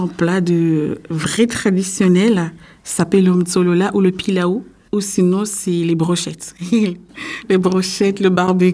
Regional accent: Mayotte; also born or lived in Castres; now in Rennes, France; j'ai 37 ans, je viens de Mayotte.

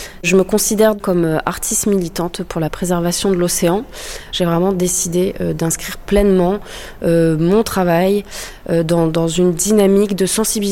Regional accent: Brittany, France; now in Saint-Malo, France; Je suis originaire de Bretagne. Je vis depuis 3-4 ans à Saint-Malo.

